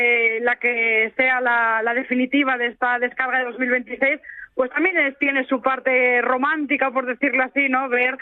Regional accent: Cangas, Galicia, Spain; Al final todo queda en casa, todos somos de Cangas y todos vivimos las fiestas.

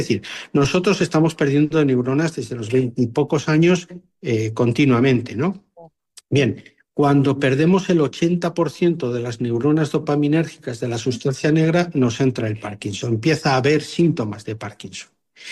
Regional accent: Fresno el Viejo, Castile and León, Spain; moved away; en mi pueblo, por ejemplo, en Castilla, en Fresno el Viejo y Salamanca

